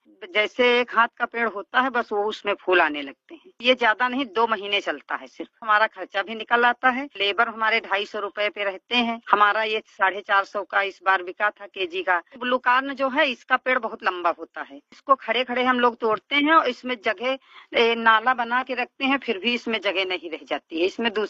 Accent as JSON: {"language": "Hindi", "town": "Dhineni", "region": "Uttar Pradesh", "country": "India", "said": "मैं ग्राम पंचायत धिनेनी से हूँ। मेरा जिला सीतापुर, ब्लॉक बिसवा।"}